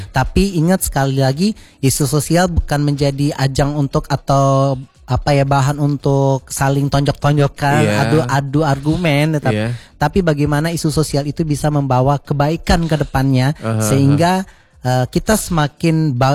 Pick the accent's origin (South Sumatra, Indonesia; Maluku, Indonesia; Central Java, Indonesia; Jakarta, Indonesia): South Sumatra, Indonesia; Palembang; Salmarang kita kan dari Palembang, dari Sumatera Selatan. Akhirnya bisa ke internasional juga bawa nama Indonesia, mewakili Sumatera Selatan juga gitu kan.